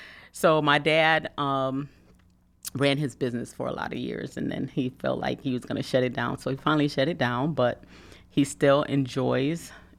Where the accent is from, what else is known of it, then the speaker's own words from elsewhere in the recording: Alabama, United States; born there; Well, I was born in Alabama.